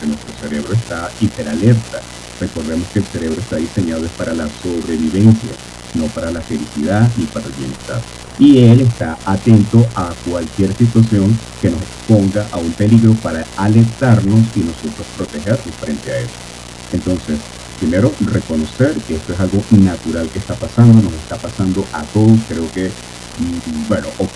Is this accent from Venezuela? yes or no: yes; Venezuela; soy aparte de ser profesional, por supuesto, soy venezolano, soy humano, y esto me conmueve.